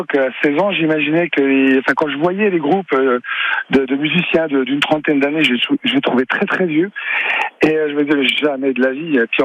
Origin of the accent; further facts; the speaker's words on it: Belfort, Bourgogne-Franche-Comté, France; Belfort, moi je viens de Belfort, du coup, c'est une ville qui bouge beaucoup au niveau musique, avec plein de styles différents.